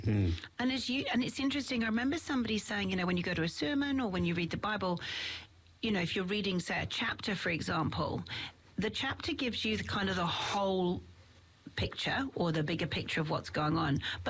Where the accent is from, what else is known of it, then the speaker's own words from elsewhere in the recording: England, United Kingdom; This book is what England was, well, my home country was built on.